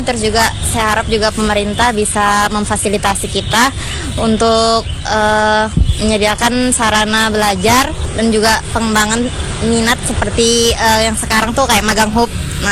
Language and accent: Indonesian; Mataram, West Nusa Tenggara, Indonesia; saya dari Mataram.